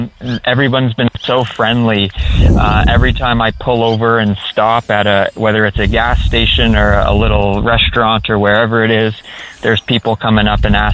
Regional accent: Hamilton, Ontario, Canada; I'm from the Hamilton area, so that's where I volunteer.

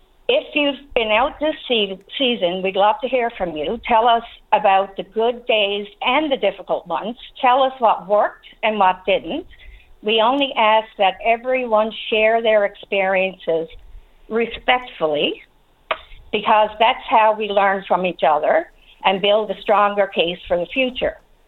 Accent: Trepassey, Newfoundland and Labrador, Canada; I grew up in Trepassey. Nobody begrudged a neighbor a feed of fish. That's how we were raised.

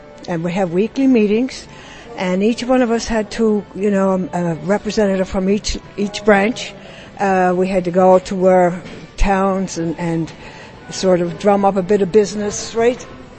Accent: Harbour Grace, Newfoundland and Labrador, Canada; Okay, well, I'm from Harbor Grace. I'm heavily involved with the Legion.

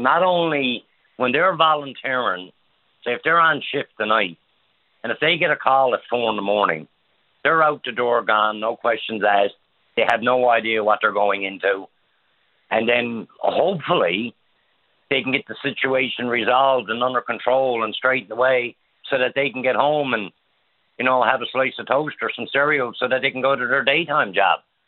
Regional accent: Big Pond, Nova Scotia, Canada; I grew up in Babel's Big Pond, and that place could be a disaster in the wintertime

